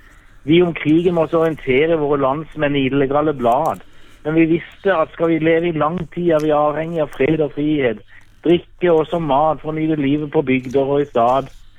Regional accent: Kristiansand, Agder, Norway; Jeg kommer fra Kristiansand.

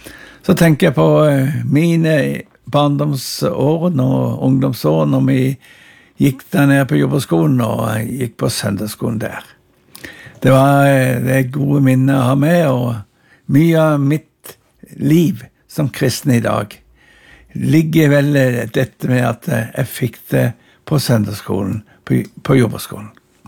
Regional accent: Agder, Norway; Det er blitt sånn og mer at vi ser litt tilbake og får gode minner fra barndommen på Rosfjord.

